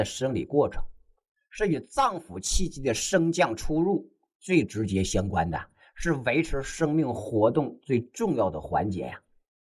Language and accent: Chinese; China; 但是很少人知道啊，这可是完全出自于我们中国人自己老祖宗的智慧啊！